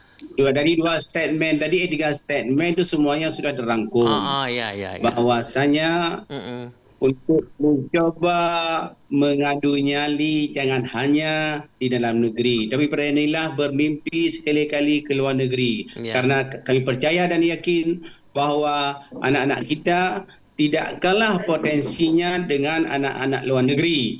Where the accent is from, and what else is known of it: Aceh, Indonesia